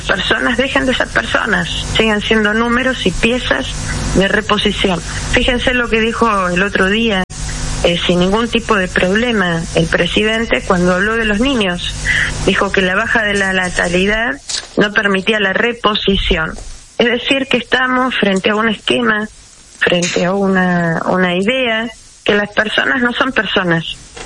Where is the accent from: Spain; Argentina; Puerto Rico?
Argentina